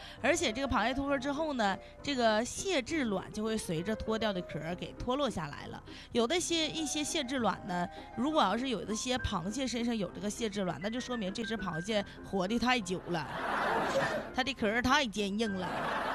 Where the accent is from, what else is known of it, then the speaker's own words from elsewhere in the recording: China; 我们中国人